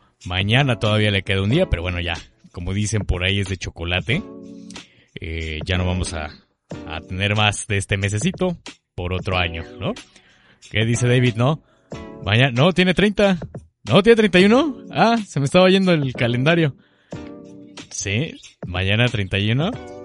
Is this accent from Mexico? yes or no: yes; Mexico